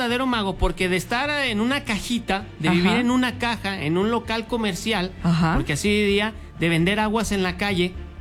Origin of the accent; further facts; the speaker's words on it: Mexico; los mexicanos hicimos el festejo del remo